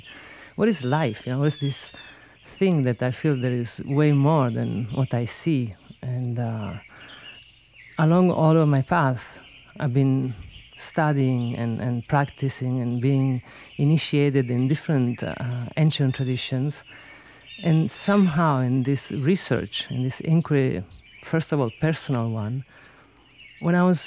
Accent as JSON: {"language": "English", "region": "Sicily", "country": "Italy", "tie": "born or raised there", "first_language": "Sicilian", "second_language": "English", "said": "I grew up in Sicily, and as a child, I was very sensitive and curious about what I call the invisible world. Both in our language, in Sicilian, and among my grandmothers and community, we refer to everything as if it's alive."}